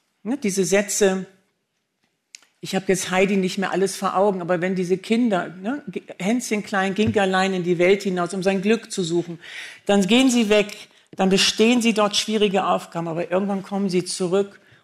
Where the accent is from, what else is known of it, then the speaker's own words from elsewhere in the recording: Germany; ich komme ja aus Deutschland